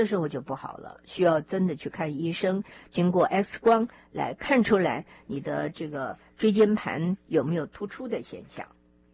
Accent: China; 因为我们中国人喜欢，要不然就是窝在那边看电视

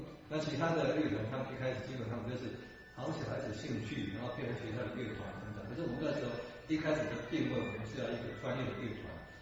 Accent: Kinmen County, Taiwan; 我们金门这边从以前站在前面的时候，我们是不能到海边的。但我们可以几年之后，我们可以到海边。

